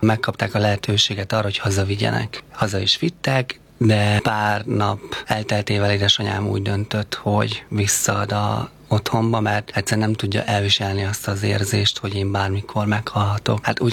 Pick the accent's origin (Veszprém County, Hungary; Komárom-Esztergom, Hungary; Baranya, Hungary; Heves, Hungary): Heves, Hungary; Gyöngyös; born there; én gyöngyösen születtem meg, és egyből hoztak fel Budapestre